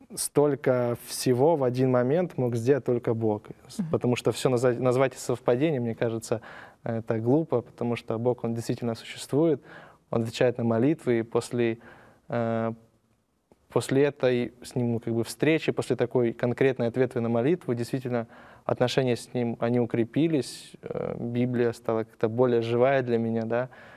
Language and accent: Russian; Ukraine; now in Argentina; Нет, я сам с Украины. Вот. У меня было с детства, не как с детства, 16 лет у меня было такое большое желание уехать учиться за границу